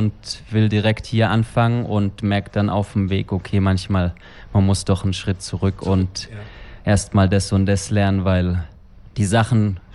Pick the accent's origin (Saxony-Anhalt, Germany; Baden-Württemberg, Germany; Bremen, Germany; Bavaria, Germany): Baden-Württemberg, Germany; Itlingen; Also ich sag mal so, ich bin im Dorf aufgewachsen.